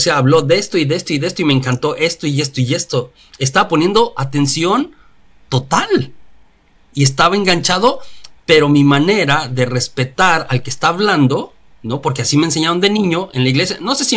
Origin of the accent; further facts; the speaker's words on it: Mexico; now in United States; En México, cuando yo iba creciendo como niño